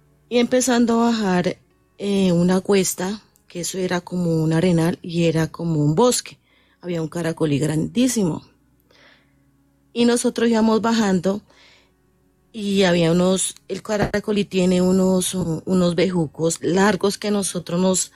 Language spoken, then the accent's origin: Spanish; Coello, Tolima, Colombia; now in Bogotá, Colombia; desde niña, tenemos una cuando nosotros somos de Tierra Caliente, del pueblo llamado Coello.